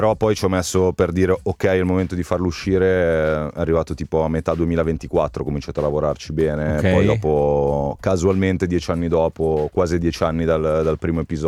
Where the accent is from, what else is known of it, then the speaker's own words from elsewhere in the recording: Milan, Lombardy, Italy; Quindi siamo milanesi, poi ci stiamo espandendo, stiamo diventando la nuova Viale Monza.